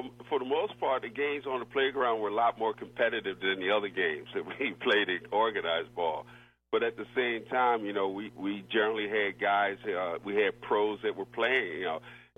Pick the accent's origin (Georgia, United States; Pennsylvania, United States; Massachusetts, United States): Pennsylvania, United States; Philadelphia; growing up in Philadelphia